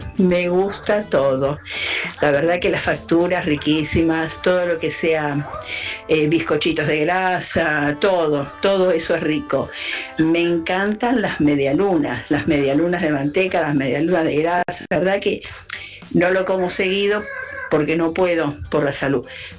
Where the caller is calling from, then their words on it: Avellaneda, Buenos Aires Province, Argentina; de Avellaneda.